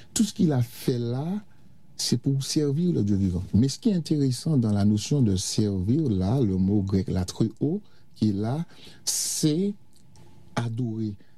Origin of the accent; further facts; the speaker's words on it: Martinique; en tant que bon Martiniquais